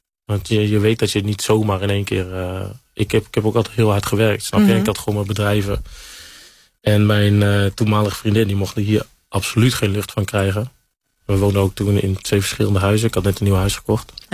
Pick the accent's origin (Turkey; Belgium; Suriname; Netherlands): Netherlands; Utrecht; born or raised there